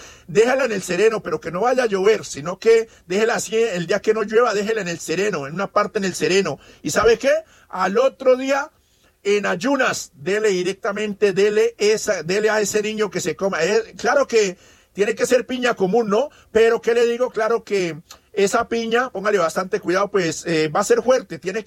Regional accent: Putumayo, Colombia; No, señor, yo soy el mismo directamente, indio del Putumayo

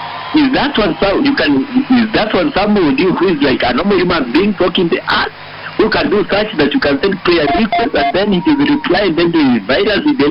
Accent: Kenya; Sometimes I tremble so much that I am a Kenyan.

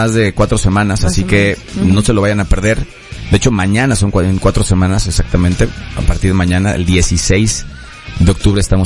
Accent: Mexico; Celebrar que somos mexicanos.

